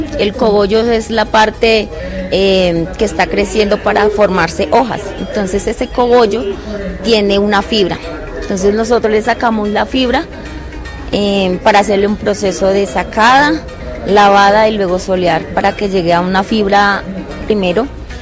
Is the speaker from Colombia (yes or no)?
yes; Nazareth, Amazonas, Colombia; Bien, entonces vengo del Amazonas, específicamente del resguardo indígena en Nazaret.